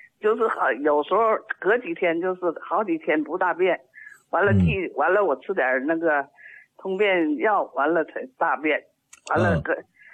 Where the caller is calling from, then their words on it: Shenyang, Liaoning, China; 我今年我是沈阳的，